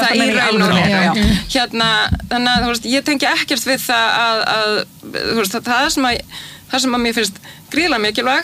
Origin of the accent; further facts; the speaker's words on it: Sweden; now in Iceland; Ég alinn upp í Svíþjóð og bjó opaslega lengi þar.